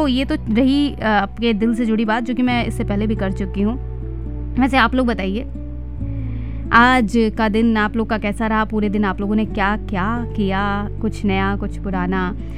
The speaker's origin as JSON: {"language": "Hindi", "region": "Uttar Pradesh", "country": "India", "said": "हम लोग के यहाँ भी यूपी में क्या होता है, जब कोई नई फसल करती है तो नया होता है"}